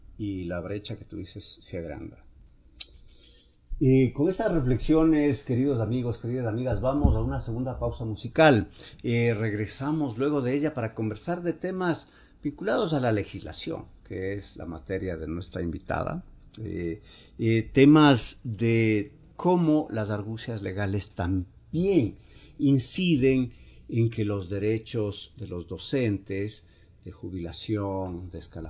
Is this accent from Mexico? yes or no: no; Ecuador